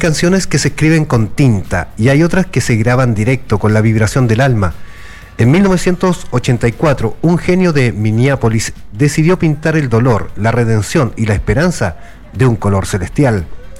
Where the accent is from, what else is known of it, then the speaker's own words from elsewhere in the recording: Chile; Como chilenos, los miramos a los ojos